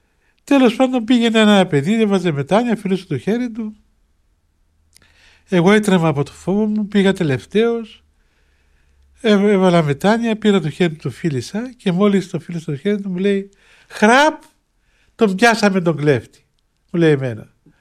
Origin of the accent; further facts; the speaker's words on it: Cyprus; εγώ είμαι Κύπριος, μου φτάνει από την Κύπρο και δεν το ξέρω